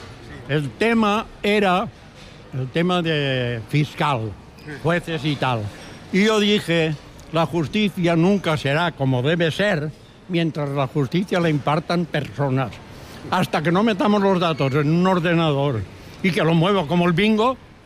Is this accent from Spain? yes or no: yes; Jávea, Valencian Community, Spain; Somos de Javea.